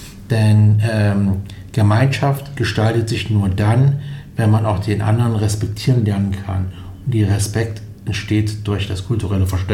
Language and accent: German; Saxony-Anhalt, Germany